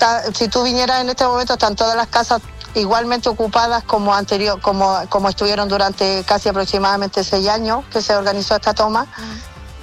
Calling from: Chile; Como chilena que soy y vivo acá.

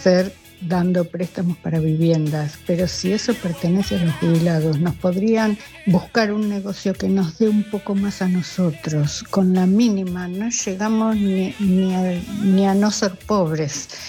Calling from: El Palomar, Buenos Aires Province, Argentina; de Palomar.

